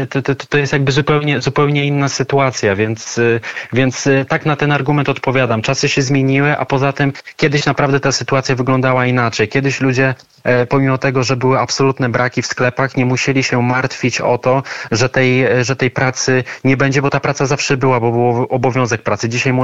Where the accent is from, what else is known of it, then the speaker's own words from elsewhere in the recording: Lubin, Lower Silesian Voivodeship, Poland; pochodzę z Lubina na Dolnym Śląsku